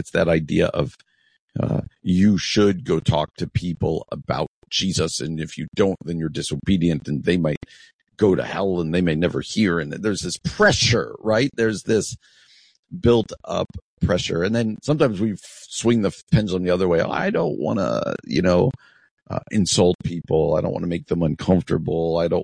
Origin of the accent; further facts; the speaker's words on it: New Jersey, United States; I grew up in New Jersey. And the thing one of the things I miss most about New Jersey is access to the ocean.